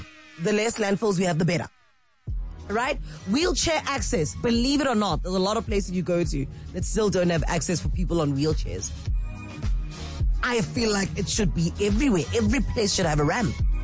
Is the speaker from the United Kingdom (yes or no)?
no; Soweto, Gauteng, South Africa; I grew up in Soweto.